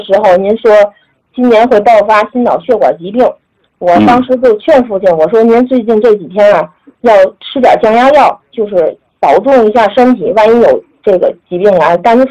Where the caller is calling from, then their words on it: Tianjin, China; 我是来自天津东丽区的学员。